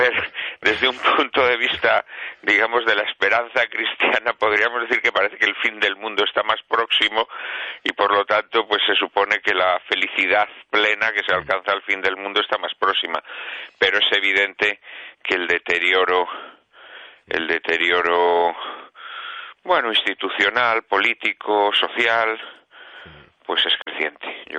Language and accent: Spanish; Zamora, Castile and León, Spain; also born or lived in Basque Country; los dos somos de Zamora. Ella nacida allí, yo no nací allí porque mis padres emigraron al País Vasco, pero bueno, me he criado en Zamora, ¿no? O sea que a casi todos los efectos, menos a los efectos del dato que consta en el DNI, pues soy zamorano, soy zamorano de crianza